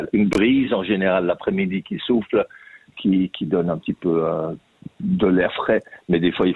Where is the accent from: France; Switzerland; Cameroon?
Switzerland; Crissier, Vaud; moved away as an adult; now in Brisbane, Australia; j'ai grandi à Lausanne, à Crissier. Puis je suis venu ici en Australie après avoir fait un tour du monde.